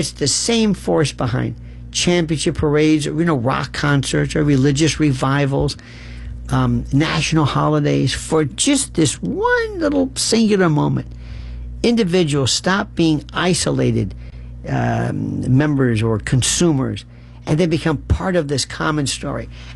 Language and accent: English; Florida, United States; growing up in Florida